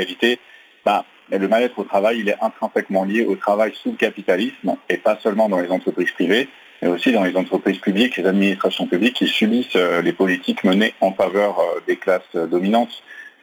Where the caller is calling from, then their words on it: Saintes, Nouvelle-Aquitaine, France; Et non, je suis chez moi, à Saintes, en Charente-Maritime.